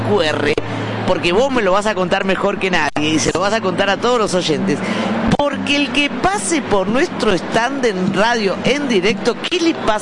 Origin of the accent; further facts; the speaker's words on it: Quilmes, Buenos Aires Province, Argentina; Yo soy de Quilmes.